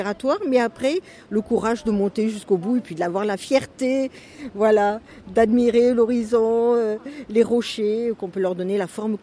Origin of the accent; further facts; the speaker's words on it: Le Mans, Pays de la Loire, France; Quand j'étais enfant, j'habitais au Mans et donc, avec mes parents, on venait visiter un petit peu.